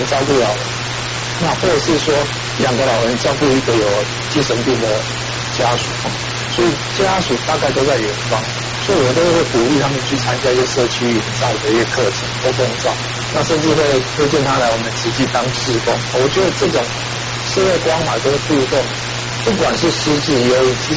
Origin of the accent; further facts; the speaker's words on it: Taiwan